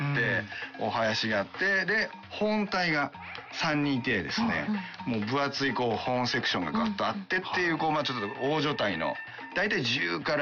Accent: Kanagawa, Japan; moved away as an adult; also born or lived in Okayama; now in Fussa, Japan; まあ本当に岡山で生まれましたけど、すぐ関東の方にね、はい、引っ越したっていうのもあって

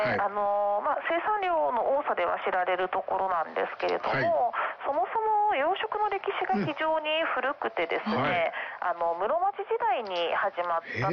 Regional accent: Hiroshima, Japan; born there; also born or lived in Odawara; 今50なんですけど、はい、10歳ぐらいまでは小田原にいまして、そこからずっと広島ですかね。

